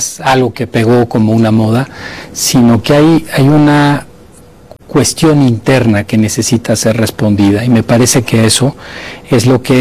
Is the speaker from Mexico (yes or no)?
yes; Mexico; somos mexicanos y eso lo tenemos muy claro